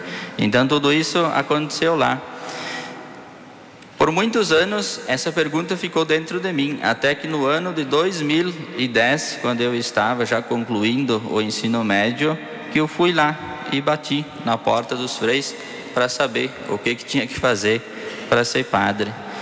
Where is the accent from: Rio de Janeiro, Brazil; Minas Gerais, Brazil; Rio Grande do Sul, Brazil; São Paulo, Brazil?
Rio Grande do Sul, Brazil; Marau; moved away as an adult; now in Garibaldi, Brazil; Lá na minha comunidade Santo Agostinho, onde eu me criei, lá no interior de Marau.